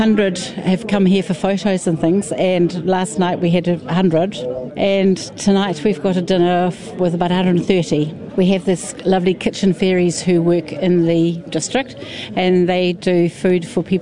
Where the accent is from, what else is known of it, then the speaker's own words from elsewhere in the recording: Auckland, New Zealand; now in Tinui, New Zealand; I was brought up in Auckland